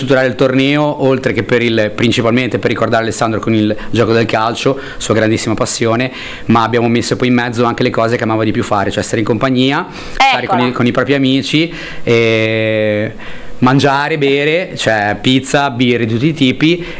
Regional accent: Genoa, Liguria, Italy; il cuore di Genova, soprattutto del Ponente, perché noi siamo di Pra

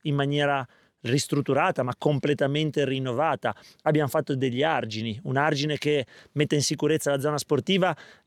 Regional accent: Ronco Scrivia, Liguria, Italy; born there; sono nato a Ronco Scrivia, vivo a Ronco Scrivia

